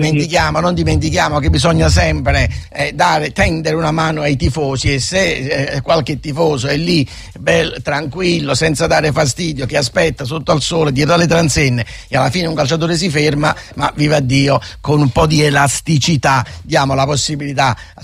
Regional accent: Naples, Campania, Italy; sono napoletano

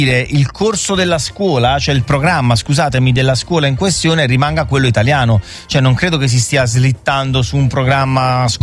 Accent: Naples, Campania, Italy; now in Lausanne, Switzerland; Io sono napoletano trasferito a Losanna, quella francese.

